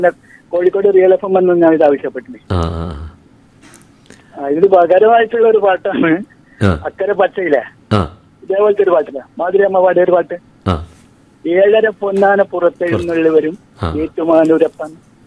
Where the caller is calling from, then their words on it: Kannur, Kerala, India; ഞാൻ കണ്ണൂരിന്ന് വിളിക്കുന്നത്.